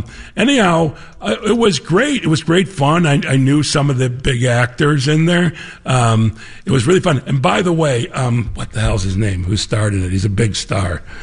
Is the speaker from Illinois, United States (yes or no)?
yes; Morton Grove, Illinois, United States; moved away; I grew up in Morton Grove